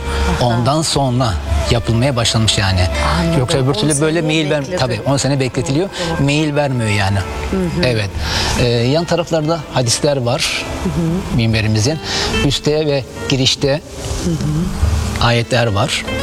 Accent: Manisa, Turkey; Manisa Sarıgül'den aslen Uralıyım. Yaklaşık 3 senedir buradayım.

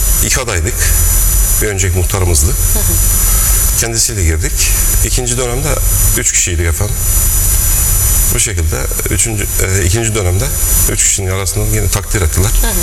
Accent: Bozdoğan, Aydın, Turkey; also born or lived in İzmir; ben 1971 Bozdoğan Yaka Mahallesi doğumluyum.

